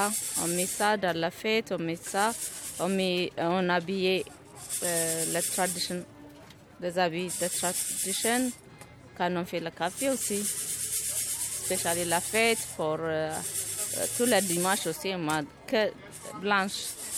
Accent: Ethiopia; Je suis venue d'Éthiopie. Je viens d'Éthiopie.

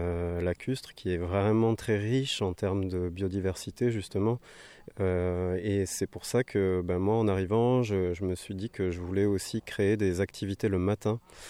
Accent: Overseas France, France; Je suis originaire de l'Outre-mer et voilà.

